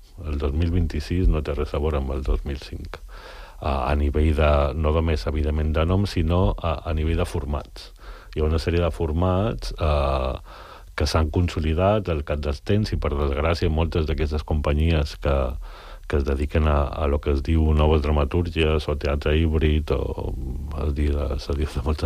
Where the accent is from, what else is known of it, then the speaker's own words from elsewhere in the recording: Balearic Islands, Spain; now in Barcelona, Spain; tenint en compte que jo visc a Barcelona, som mallorquí